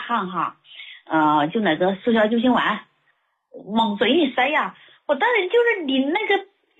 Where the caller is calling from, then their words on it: Fujian, China; 我是福建的听众哈。